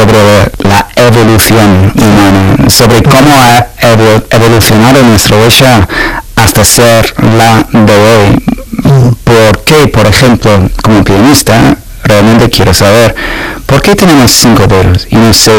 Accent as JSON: {"language": "Spanish", "region": "London", "country": "United Kingdom", "tie": "born or raised there", "moved": "yes", "said": "soy nativo en Londres."}